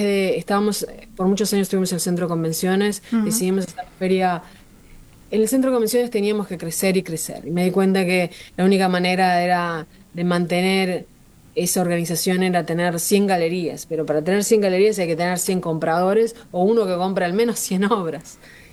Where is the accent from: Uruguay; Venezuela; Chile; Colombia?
Uruguay; moved away as an adult; also born or lived in Punta del Este / La Paloma; now in abroad; yo hace muchos años que vivo en el exterior, soy uruguaya, crecí entre Montevideo, Punta del Este y La Paloma, así que también conozco el público de Punta del Este bastante